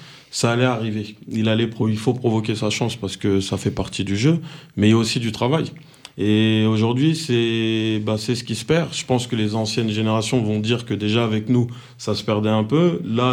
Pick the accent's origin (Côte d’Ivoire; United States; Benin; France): France; Garges-lès-Gonesse, Île-de-France; moi, là-bas, je suis originaire de Garges-lès-Gonesse, c'est la ville limitrophe de Sarcelles.